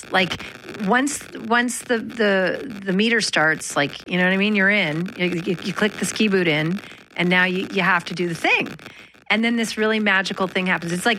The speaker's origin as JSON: {"language": "English", "region": "Manitoba", "country": "Canada", "tie": "born or raised there", "said": "Growing up in Manitoba, I always tell this story"}